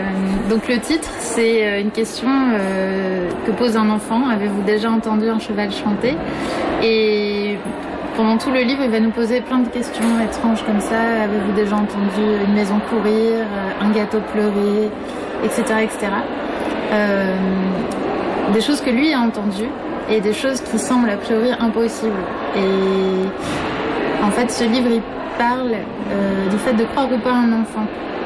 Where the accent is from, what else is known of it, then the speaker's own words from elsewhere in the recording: Marseille, Provence-Alpes-Côte d'Azur, France; je viens de France, de Marseille, pour Europa Illustration et la Foire du Livre de Madrid.